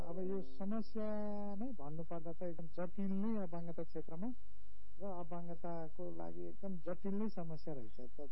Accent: Pokhara, Gandaki Province, Nepal; मेरो घर चाहिँ पोखरा आठ सिमल चौरमा पर्छ।

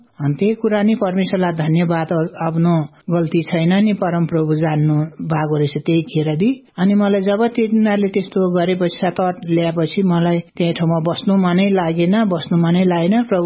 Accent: Sindhupalchok, Bagmati, Nepal; मेरो गाउँ घर चाहिँ सिन्धुपाल्चोक हो।

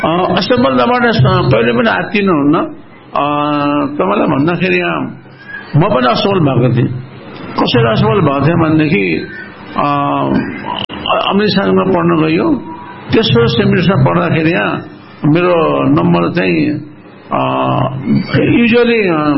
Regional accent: Shuklagandaki, Gandaki Province, Nepal; मेरो यो क्षेत्रमा जहाँ म हुर्केको, जहाँ म जन्मेँ हुर्केँ त्यो क्षेत्रमा मेरो चिकित्सा सेवा अहिले पनि कन्टिन्यू छ।

